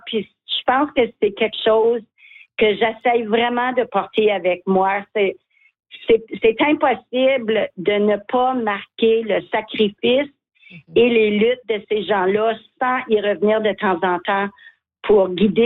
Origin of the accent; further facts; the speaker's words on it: Mattawa, Ontario, Canada; parce que moi, je viens de Mattawa.